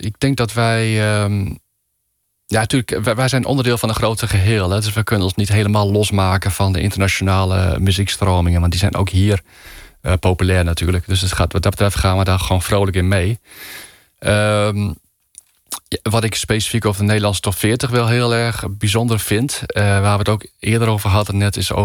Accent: Netherlands; Wij willen als Nederlanders weten wat er populair is en waar het staat.

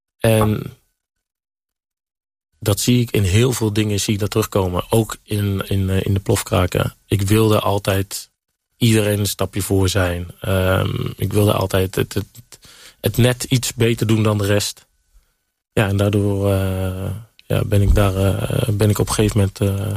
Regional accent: Utrecht, Netherlands; Ik ben opgegroeid in een kansarme wijk. Ik ben geboren in Overweg, opgegroeid in de betonbuurt en in Ondiep in Utrecht.

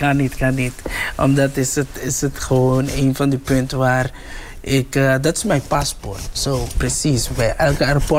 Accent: Caribbean Netherlands; ik kom van Bonaire, we spreken Papiaments.

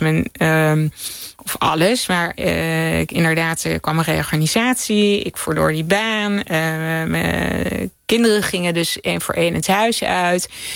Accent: Zoeterwoude, South Holland, Netherlands; now in Amsterdam, Netherlands; ik ben in Zoeterwoude opgegroeid. Dat is een dorp bij Leiden. Ik zat in Leiden op de middelbare school. Maar Zoeterwoude was een klein, niks aan de hand dorp. En was ook niet zoveel te doen, laat maar zeggen.

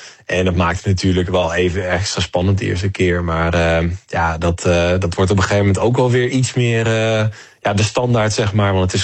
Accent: Deventer, Overijssel, Netherlands; En ja, ik kom uit Deventer. Dus een dagje naar het strand was echt een jaarlijks uitje.

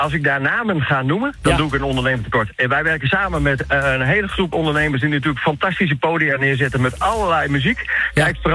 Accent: Assen, Drenthe, Netherlands; Ik kom uit Assen en ik heb 10 edities van het TT Festival gedaan.

